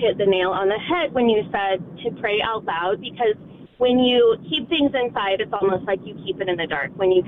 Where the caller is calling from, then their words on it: Portland, United States; I live in Portland.